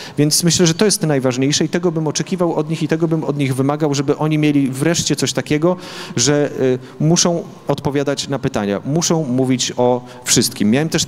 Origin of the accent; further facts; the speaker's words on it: Podlaskie Voivodeship, Poland; A wie pan, bo jestem z Podlasia, to jak robię spotkania, to wie pan, jak na Podlasiu jest.